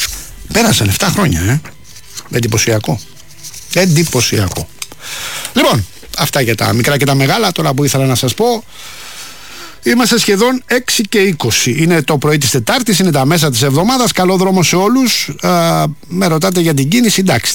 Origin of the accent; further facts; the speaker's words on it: Rafina, Attica, Greece; Θυμάμαι στο χωριό μου στη Ραφίνα, είχαμε χωροφυλακή.